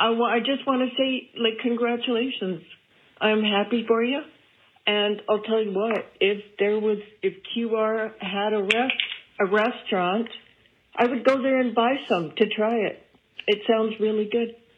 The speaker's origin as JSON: {"language": "English", "town": "Calgary", "region": "Alberta", "country": "Canada", "said": "I'm from Calgary."}